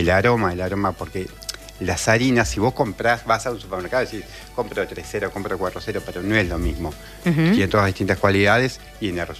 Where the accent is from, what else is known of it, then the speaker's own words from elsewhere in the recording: Argentina; En el Mundial de Parma, en 2025, fui convocado por la selección argentina, donde fuimos 12 maestros pizzeros y ahí quedé clasificado como mejor argentino.